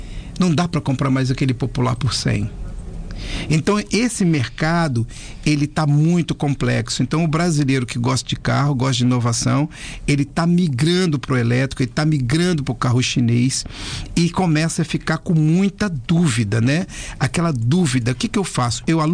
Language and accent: Portuguese; Brazil